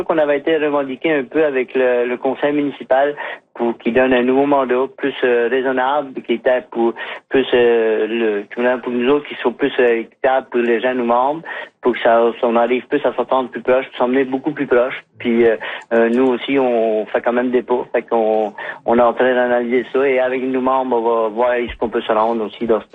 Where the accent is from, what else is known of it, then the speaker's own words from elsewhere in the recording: Îles de la Madeleine, Quebec, Canada; nous autres, on sait qu'on est de la Madeleine, on est insulaire, ça fait que ça coûte le coût de la vie coûte un peu plus cher.